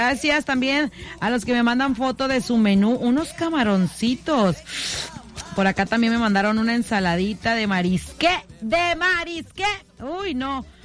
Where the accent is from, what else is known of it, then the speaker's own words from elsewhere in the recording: Reynosa, Tamaulipas, Mexico; now in Veracruz, Mexico; desde mi tierra, Reynosa la Tierrosa.